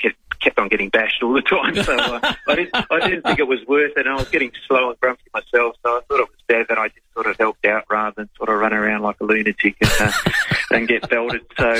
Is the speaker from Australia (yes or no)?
yes; Rostrevor, South Australia, Australia; I grew up in Ross Trevor, so, in the northeast suburbs, and went to Campbelltown High School and, did all my schooling there.